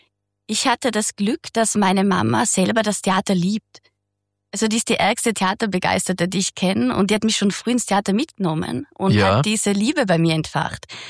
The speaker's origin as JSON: {"language": "German", "town": "Jenbach", "region": "Tyrol", "country": "Austria", "moved": "yes", "said": "Ich bin eigentlich aus Tirol, aus Jenbach."}